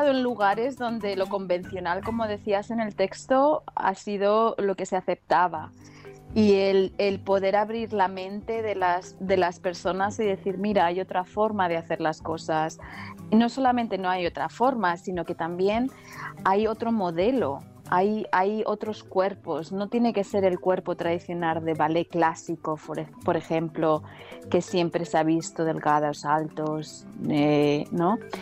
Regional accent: Madrid, Community of Madrid, Spain; moved away as an adult; also born or lived in London / Canada; now in San Francisco, United States; soy española de Madrid, de la capital. Y bueno, yo crecí allí, viví allí muchos años y luego mi carrera profesional ha sido casi siempre fuera de España.

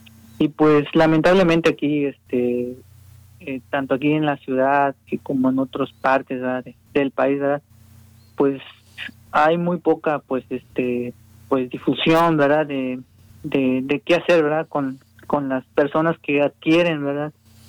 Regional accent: Poza Rica, Veracruz, Mexico; also born or lived in Puebla; regresé otra vez a mi ciudad de origen, a Poza Rica

